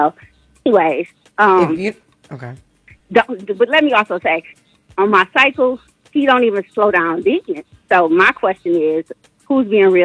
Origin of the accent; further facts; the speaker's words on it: Detroit, Michigan, United States; now in Washington, United States; But, yeah, I'm from Detroit, but I live in the DMV area.